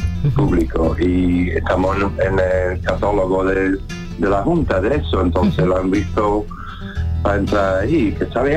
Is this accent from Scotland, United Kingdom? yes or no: yes; Scotland, United Kingdom; Spanish is a second language; moved away as an adult; now in Seville, Spain; Yo soy escocés, yo soy de Escocia.